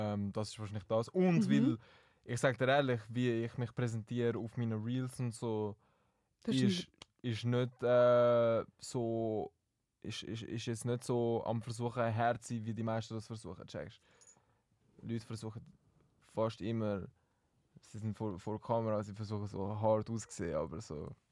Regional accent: Zurich, Switzerland; Ich bin auch Zürcher, checkst du?

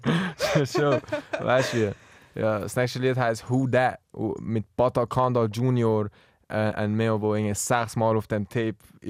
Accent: Zurich, Switzerland; Ich bin auch Zürcher, checkst du?

